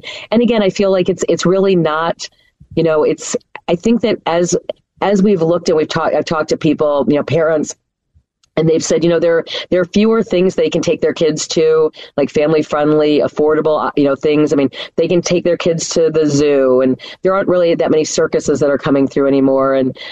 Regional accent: Chicago, Illinois, United States; I mean, I'm a Chicagoan. I love my city.

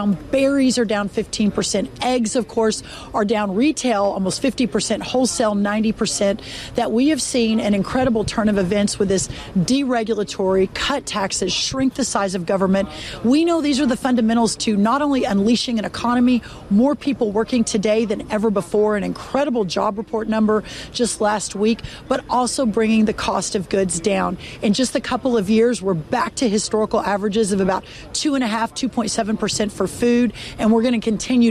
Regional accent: Glen Rose, Texas, United States; also born or lived in Dallas; The town where I was born, Dallas, Texas, grew up about an hour and a half south of here in tiny little Glen Rose, Texas.

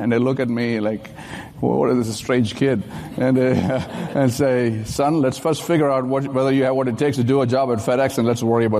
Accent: Kerala, India; born there; I was born in India, in a small state of Kerala, in the, right on the southern, the Florida of India, let's say.

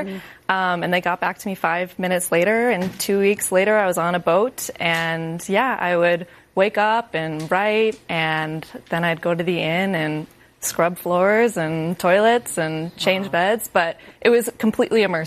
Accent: Rhode Island, United States; Yeah, I am from Rhode Island.

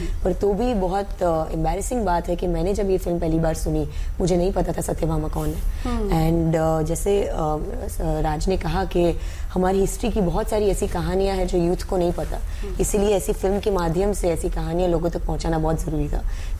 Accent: Ahmedabad, Gujarat, India; मैं गुजरात से हूँ तो ऑफकोर्स हम घर के बाहर निकलते तो जय श्री कृष्ण बोल के ही निकलते हैं. तो कृष्ण भगवान हम सब के घर का बहुत इंपॉर्टेंट हिस्सा है.

